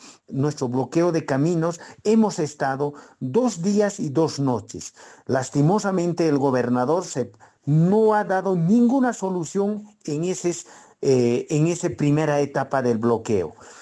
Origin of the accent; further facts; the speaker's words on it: Chuquisaca, Bolivia; Distrito 7 está ubicado en el departamento de Chuquisaca. Bueno, los habitantes del Distrito 7, nosotros somos productores, fruticultores, apicultores, horticultores, piscicultores. También tenemos lugares turísticos, lugares recreacionales